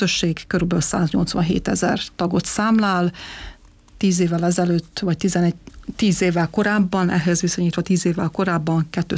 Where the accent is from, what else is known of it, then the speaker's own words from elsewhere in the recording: Novi Sad, Vojvodina, Serbia; Viszont a Újvidéken nőttem föl, ott születtem, ott nevelkedtem, és legtermészetesebb volt ugye, hogy szerbül is tanulunk